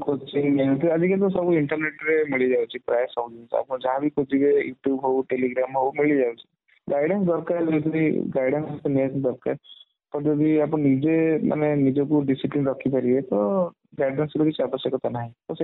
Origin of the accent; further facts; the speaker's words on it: Odisha, India; School ତ ମୋର ପୁରା ଆମ ଗାଁ ସ୍କୁଲ ଥିଲା, ଓଡ଼ିଆ ମିଡିୟମ। ତାପରେ ଆସିଥିଲି ମୁଁ ଫକୀରମୋହନ ବାଲେଶ୍ୱର କଲେଜ ବାଲେଶ୍ୱର, ସେଠି ମୋର +2 ଥିଲା।